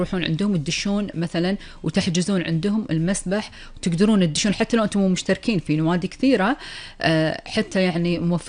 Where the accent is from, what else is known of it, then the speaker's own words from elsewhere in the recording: Kuwait; أنا كويتية